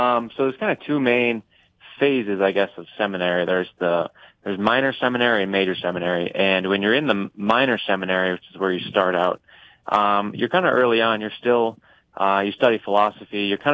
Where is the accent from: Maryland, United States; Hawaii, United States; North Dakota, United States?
North Dakota, United States; Jamestown; I grew up in Jamestown, North Dakota, just an hour and a half west of Fargo. And yeah, I grew up there too. Catholic family, we were raised in the sacraments.